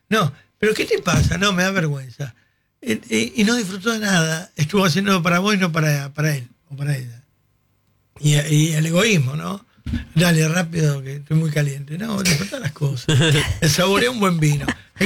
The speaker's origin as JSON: {"language": "Spanish", "country": "Argentina", "said": "Tenemos un país bárbaro. Yo cuando era chico, este país era el granero del mundo."}